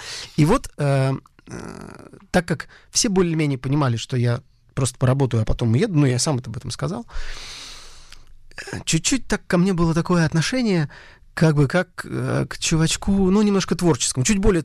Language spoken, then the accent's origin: Russian; Murmansk, Murmansk Oblast, Russia; И уезжаю в родной город Мурманск в этом шоке, где мама моя, будучи хорошо знакома с людьми в Мурманском областном драматическом театре